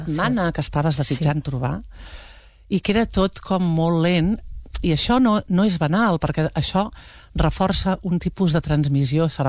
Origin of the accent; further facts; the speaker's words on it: Prats de Lluçanès, Catalonia, Spain; Clar, tio, és que jo soc de Prats de Lluçanès.